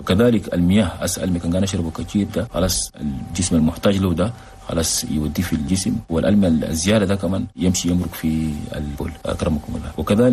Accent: Chad; هسه عندنا في تشاد

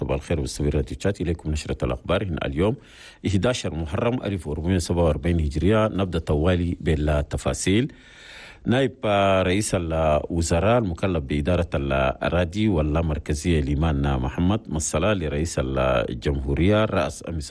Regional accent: Chad; بلدنا تشاد

